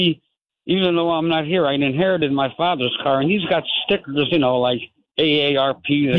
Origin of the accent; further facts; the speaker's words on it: Bridgeport, Connecticut, United States; now in the Valley, Connecticut, United States; I'm born and raised in Bridgeport.